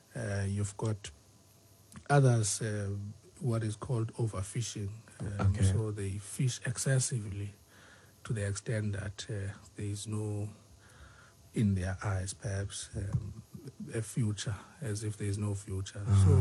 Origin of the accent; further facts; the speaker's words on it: Eastern Cape, South Africa; moved away; I'm from Mengobo, based in Cape.